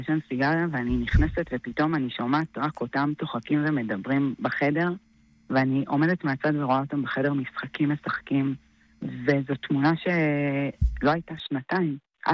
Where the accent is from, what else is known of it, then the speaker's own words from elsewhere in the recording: Sderot, Southern District, Israel; born there; נולדתי בסדרות, גדלתי לתוך מתחי קסמים שנקראו טפטופים